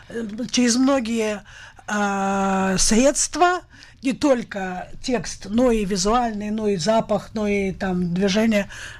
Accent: Saint Petersburg, Russia; я же из Питера, я еще хочу освобождение Ингрии.

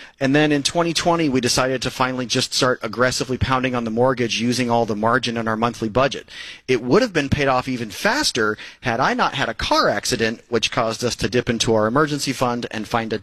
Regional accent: Casper, Wyoming, United States; We're from Casper, Wyoming.

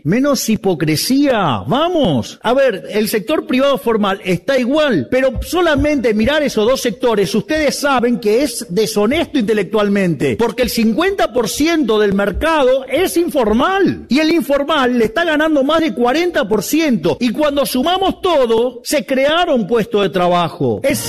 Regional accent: Argentina; Si como argentinos admiramos tanto a Borges

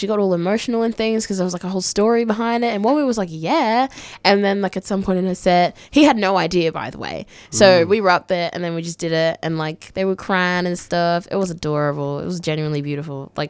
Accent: DR Congo; also born or lived in Malawi; now in Australia; I was actually born in Malawi. Yeah. I'm Congolese. That's my background, full-blooded. My mum and dad are both from the Mushi tribe.

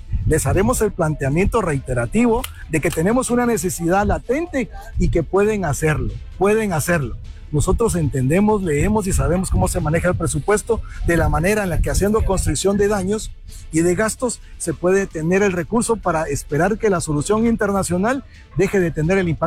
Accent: Guatemala; como guatemaltecos y operadores del transporte

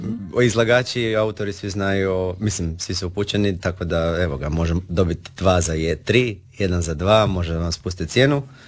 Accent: Pula, Istria County, Croatia; tu u Južnoj Istri, kod nas u Puli.

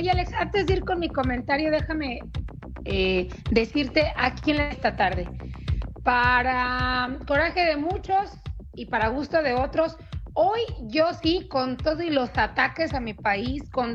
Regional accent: Mexico

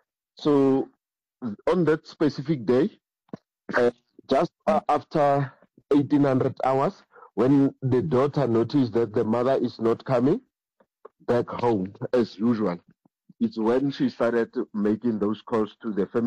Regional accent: South Africa; As a South African citizen

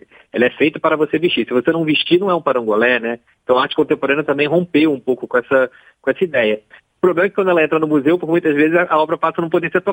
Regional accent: Rio de Janeiro, Brazil; um pouco da nossa função enquanto brasileiros, né, daqui do Rio de Janeiro e de Niterói

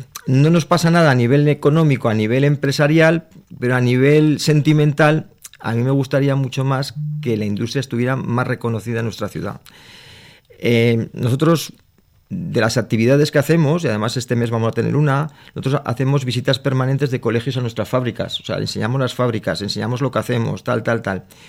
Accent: Huesca, Aragon, Spain; nosotros somos de Huesca

